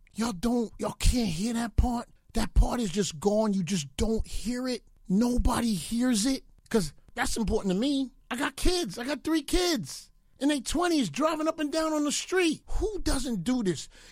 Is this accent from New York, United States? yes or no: yes; New York, United States; I'm from New York, bro.